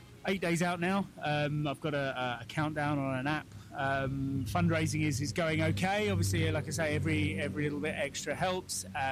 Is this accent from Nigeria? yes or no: no; London, United Kingdom; And you can tell from my accent, I'm from London parts.